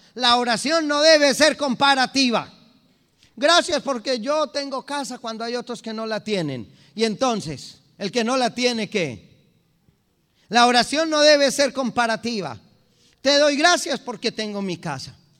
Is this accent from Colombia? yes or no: yes; Colombia; Yo soy feliz, soy colombiano, me siento feliz de serlo.